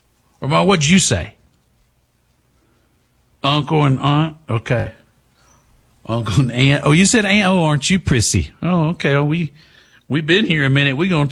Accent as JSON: {"language": "English", "region": "Texas", "country": "United States", "said": "I'm from Deep East Texas. We don't say aunt like … or an aunt pile. We say ain't."}